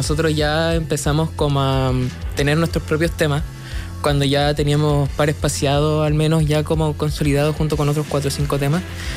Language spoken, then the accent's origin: Spanish; Ovalle, Coquimbo, Chile; Porque yo soy de oriundo de Valle, perdón, y después me vine a estudiar a Caviña.